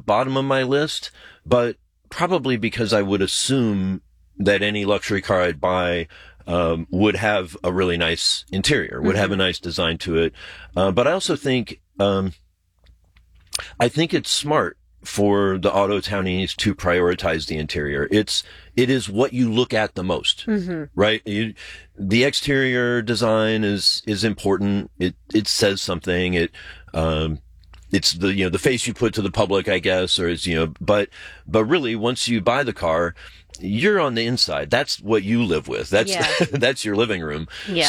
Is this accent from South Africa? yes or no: no; Iowa City, Iowa, United States; now in Michigan, United States; my hometown in Iowa City, Iowa